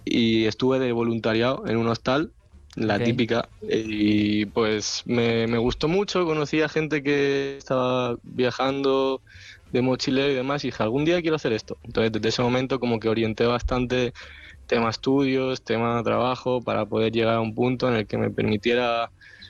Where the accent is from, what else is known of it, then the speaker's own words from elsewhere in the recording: Terrassa, Catalonia, Spain; Yo soy de Tarrasa